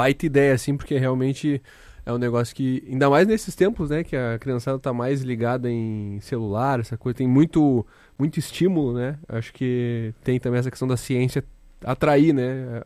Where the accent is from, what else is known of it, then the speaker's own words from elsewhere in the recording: Rio Grande do Sul, Brazil; moved away; eu sou do Rio Grande do Sul, né?